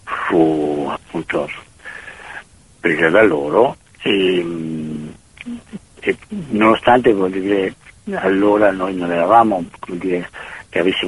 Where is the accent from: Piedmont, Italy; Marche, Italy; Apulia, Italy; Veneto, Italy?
Veneto, Italy; Venice; now in Cortina d'Ampezzo, Italy; Noi proveniamo da Venezia